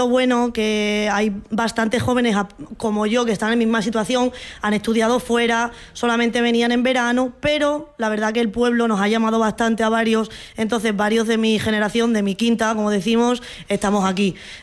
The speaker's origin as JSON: {"language": "Spanish", "town": "Plasencia", "region": "Extremadura", "country": "Spain", "tie": "born or raised there", "lives_now": "Casa del Castañar, Spain", "said": "Yo nací en Plasencia, me crié en Plasencia, pero en pandemia, por cosas del destino, de la vida, como lo quieras llamar, acabé aquí en Casa del Castañar."}